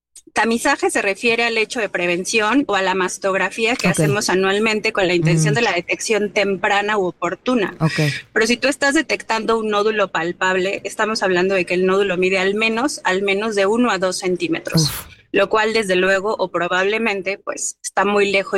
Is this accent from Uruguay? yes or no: no; Mexico; como país latinoamericano, como mexicanos